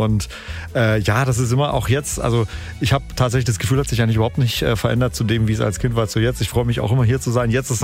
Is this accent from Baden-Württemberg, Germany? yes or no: yes; Baden-Württemberg, Germany; Wir sind ja auch in der Region groß geworden. Also wir sind, Caro und ich, vom Bodensee.